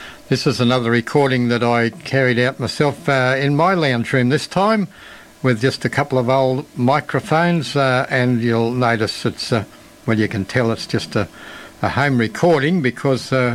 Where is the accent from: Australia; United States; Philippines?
Australia; Armidale, New South Wales; the Armidale singer from my hometown, actually